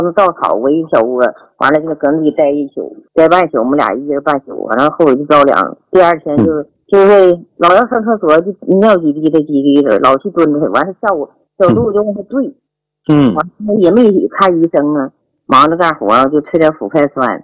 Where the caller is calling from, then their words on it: Changchun, Jilin, China; 我是来自长春，吉林长春的。